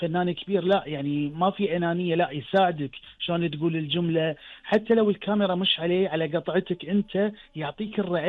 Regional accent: Qatar; عندنا بقطر

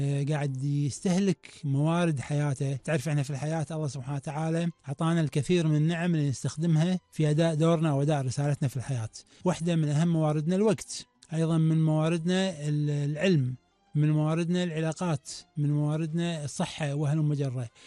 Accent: Kuwait; عندنا في الكويت

